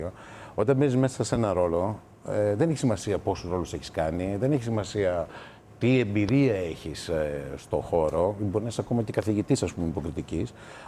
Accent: Greece; γι' αυτό είμαι Έλληνας προφανώς

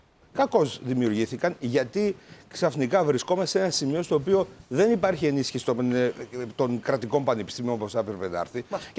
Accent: Florina, Western Macedonia, Greece; Εγώ είμαι από τη Φλόρινα.

